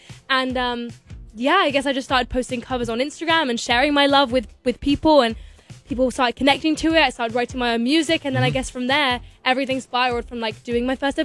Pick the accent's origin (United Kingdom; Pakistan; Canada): United Kingdom; England; now in United States; people think I'm Australian a lot in the US. I think in the US, some people get English and Australian muddled up.